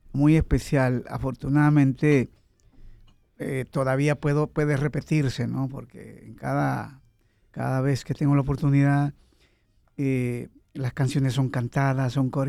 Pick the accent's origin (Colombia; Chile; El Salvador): El Salvador; Salvadoreño, yo soy de salvadoreños